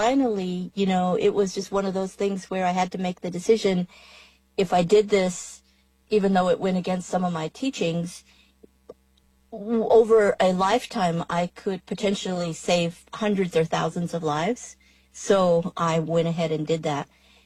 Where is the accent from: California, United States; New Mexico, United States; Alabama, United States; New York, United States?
New Mexico, United States; Crown Point; now in Prosser, United States; and I am originally from Crown Point, New Mexico, and currently live in Prosser.